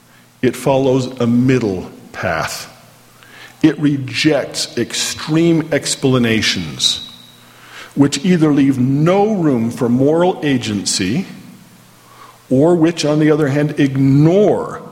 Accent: Orem, Utah, United States; and I grew up here in Orm, so I knew it was just a little bit south of there, right about in there. That's where we live.

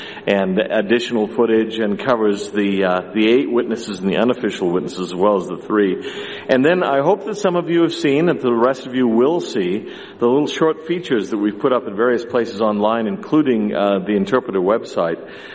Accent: California, United States; born or raised there

